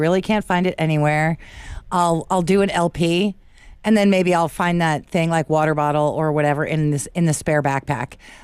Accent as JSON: {"language": "English", "region": "East Coast", "country": "United States", "said": "Speaking of the fellows on the East Coast, I'm from the East Coast"}